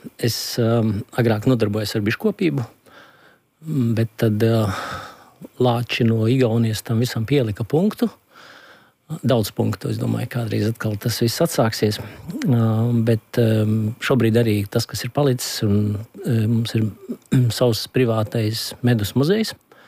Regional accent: Veclaicene, Alūksne Municipality, Latvia; tas ir manas dzimtās mājas, Salūksnes novadā, Veclaicenē. Tā kā mēs dzimta savās šajās mājās dzīvojam jau 160 gadus.

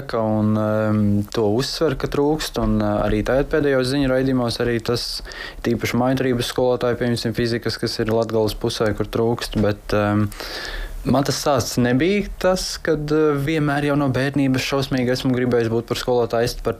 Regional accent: Ērgļi, Vidzeme, Latvia; moved away; also born or lived in Ogre; es esmu ne rīdzinieks, bet laucinieks, es esmu no Madonas novada Ērgļiem nācis

